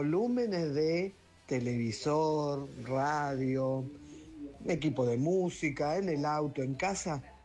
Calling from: Florida, Buenos Aires Province, Argentina; de Florida.

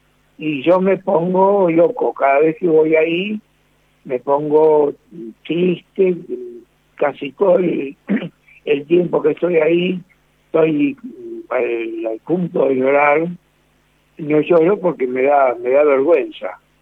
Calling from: Berisso, Buenos Aires Province, Argentina; de Berisso.

